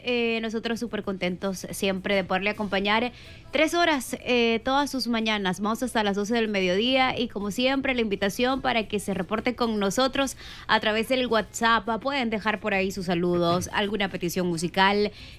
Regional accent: San Vicente, El Salvador; yo que soy de San Vicente

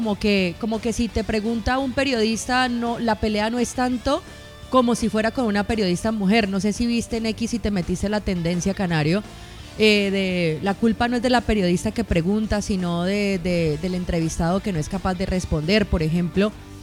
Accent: Colombia; yo creo que a nosotros como colombianos nos abunda

